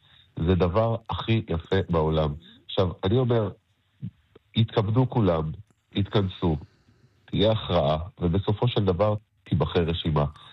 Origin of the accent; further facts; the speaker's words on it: Kiryat Gat, Southern District, Israel; אני מגיע מקריית גת, מהדרום.